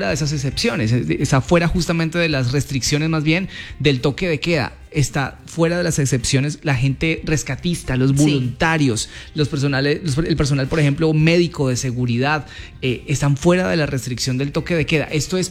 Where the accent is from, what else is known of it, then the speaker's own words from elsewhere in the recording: Cali, Valle del Cauca, Colombia; nunca vamos a olvidar cómo nos unimos como caleños, sin importar el bando político